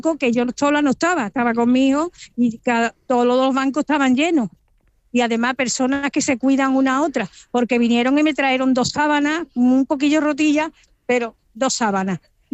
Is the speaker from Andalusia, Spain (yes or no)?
yes; Málaga, Andalusia, Spain; Si Málaga era maravillosa, soy una malagueña de pura ce